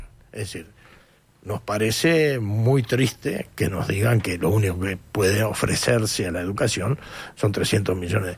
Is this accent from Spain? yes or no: no; Lavalleja, Uruguay; yo soy del departamento de La Valleja.